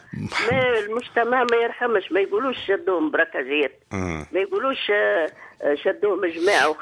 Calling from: Hammamet, Nabeul Governorate, Tunisia; من الحمامات.

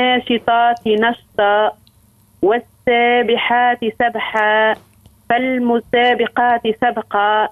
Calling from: Ariana, Ariana Governorate, Tunisia; من أريان.

